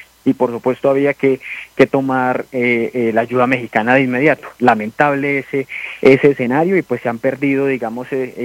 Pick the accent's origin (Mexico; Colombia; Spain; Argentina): Colombia; Armenia, Quindío; yo soy del eje cafetero, soy de Armenia, donde fue el epicentro del terremoto de hace 27 años